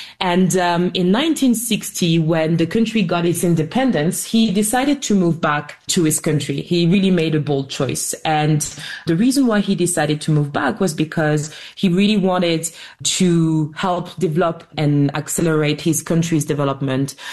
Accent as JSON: {"language": "English", "country": "France", "tie": "born or raised there", "said": "And this is how I was born and educated in France, but I grew up with that story really at the back of my mind"}